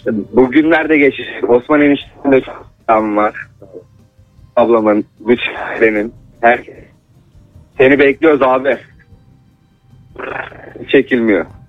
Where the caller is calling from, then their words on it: Samsun, Turkey; Samsun Balsa'dan arıyorum.